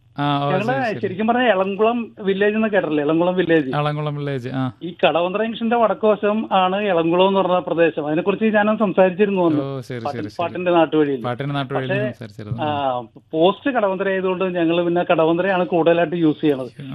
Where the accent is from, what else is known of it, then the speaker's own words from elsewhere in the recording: Kochi, Kerala, India; ഞാൻ ജനിച്ചുള്ള നാടാണ്